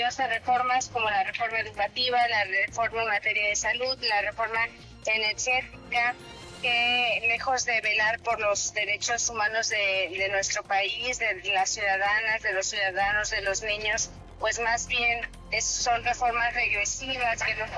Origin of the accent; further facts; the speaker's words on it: Mexico; a nosotras como mexicanos